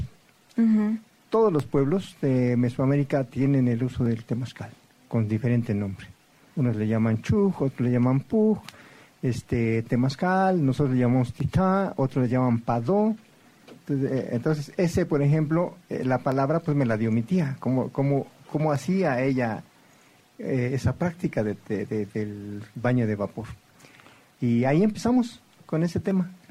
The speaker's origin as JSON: {"language": "Spanish", "region": "Mexico City", "country": "Mexico", "tie": "born there", "said": "Yo casualmente nací aquí en la Ciudad de México, en el Hospital de la Mujer que estaba a un lado de la Alameda."}